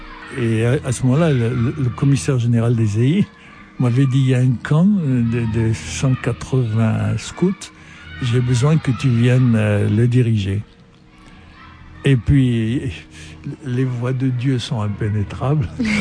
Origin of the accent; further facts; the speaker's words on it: Casablanca, Casablanca-Settat, Morocco; Oui, je venais, bon, j'avais du Maroc, j'avais mon milieu au Maroc.